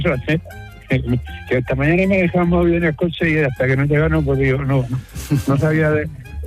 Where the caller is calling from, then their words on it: Region of Murcia, Spain; tenemos aquí a un paso de mi pueblo, que es Alejo